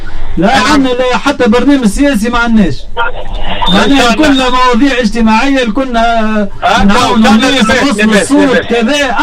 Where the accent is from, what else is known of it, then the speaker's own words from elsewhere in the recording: Tunisia; اني يا اخوي محمد كتونسي حر ونحب بلادي،